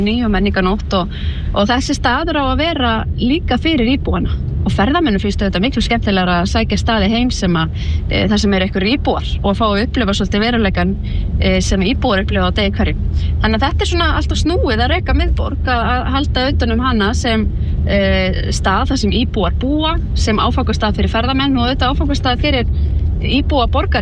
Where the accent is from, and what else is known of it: Reykjavík, Capital Region, Iceland